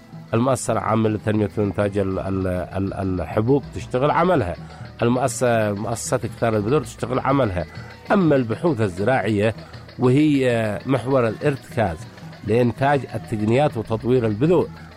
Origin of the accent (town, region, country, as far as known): Tihama, Yemen